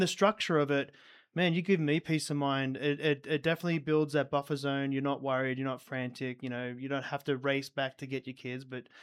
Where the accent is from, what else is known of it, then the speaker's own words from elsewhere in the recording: Australia; I'm from Australia.